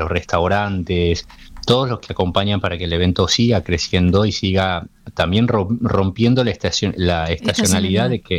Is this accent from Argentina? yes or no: yes; Tucumán, Argentina; Yo que soy tucumano, ¿en dónde nadas en aguas frías en Tucumán?